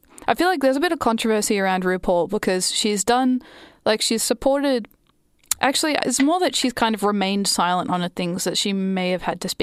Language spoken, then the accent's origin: English; Australia; we're Australian